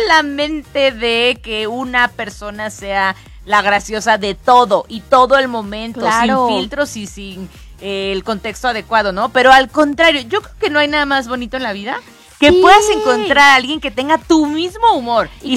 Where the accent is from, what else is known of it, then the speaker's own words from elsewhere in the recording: Mexico; como mexicanos nos burlamos genuinamente hasta de la muerte